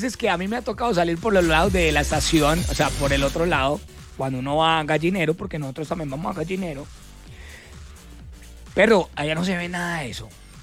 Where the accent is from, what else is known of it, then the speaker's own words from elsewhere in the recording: Antioquia, Colombia; como buen paisa voy a decir algo.